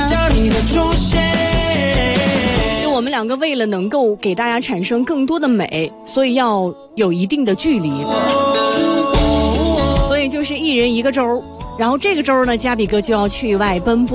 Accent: Xinjiang, China; 用我们新疆的方言来说

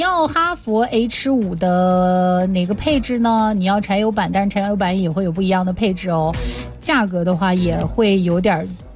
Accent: Shanxi, China; 我们山西人

